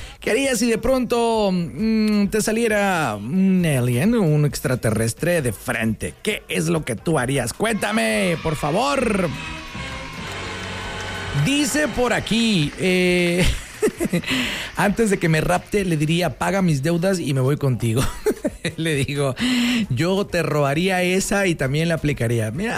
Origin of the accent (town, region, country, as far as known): Mexico